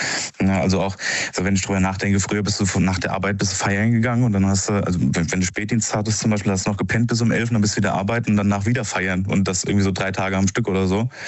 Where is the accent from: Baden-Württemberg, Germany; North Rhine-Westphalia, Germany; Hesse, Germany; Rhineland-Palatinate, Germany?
Rhineland-Palatinate, Germany